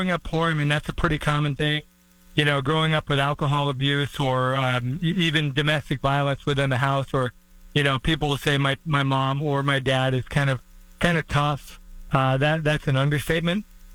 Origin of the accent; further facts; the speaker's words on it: Des Moines, Iowa, United States; Born and raised in Des Moines, Iowa.